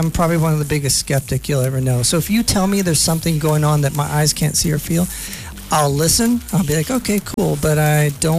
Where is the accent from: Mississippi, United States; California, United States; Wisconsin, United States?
California, United States; San Diego; now in Bend, United States; I've been there since the 90s. I mean, I grew up in San Diego, but I got there around 95 or so, I believe.